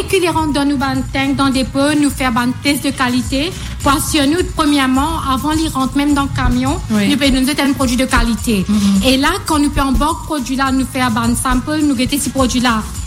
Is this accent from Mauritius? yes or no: yes; Mauritius; Nous sommes Mauricien aujourd'hui.